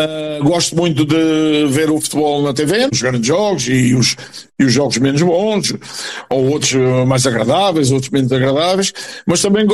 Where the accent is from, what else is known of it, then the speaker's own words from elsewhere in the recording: Peniche, Centro, Portugal; moved away as an adult; now in Montijo, Portugal; Eu sou natural de Peniche, embora viva no Montijo há mais de 50 anos, porque vim para aqui jogar para a primeira divisão, para o Montijo. Casei aqui, daqui são os meus filhos, são os meus netos.